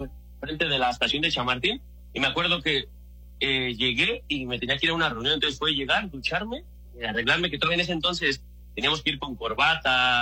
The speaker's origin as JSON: {"language": "Spanish", "country": "Mexico", "moved": "as an adult", "lives_now": "Madrid, Spain", "said": "en México, ya sabes, somos mexicanos"}